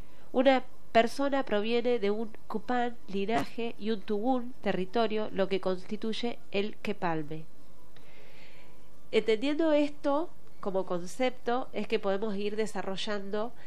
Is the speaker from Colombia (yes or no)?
no; Esquel, Chubut, Argentina; now in La Plata, Argentina; Yo soy de Esquel, Chubut, vivo acá en La Plata hace unos 20 años